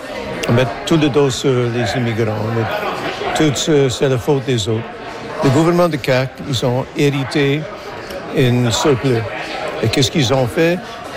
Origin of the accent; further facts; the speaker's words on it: Quebec, Canada; born there; French is a second language; Je suis né à Québec, je parle en français en dépit du système scolaire à l'époque.